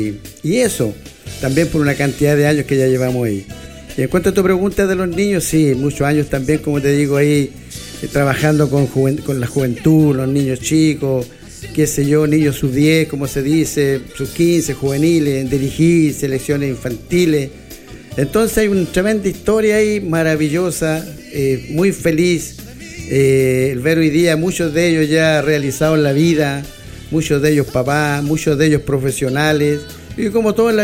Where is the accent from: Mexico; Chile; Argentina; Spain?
Chile; Longaví, Maule; ser un longaviano acá, de tomo y lomo, ¿cierto? Nacido y criado en mi pueblo, al cual amo mucho. Y yo creo que ya nos vamos a quedar aquí